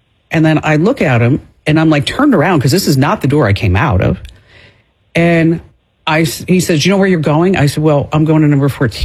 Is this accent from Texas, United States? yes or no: no; New Jersey, United States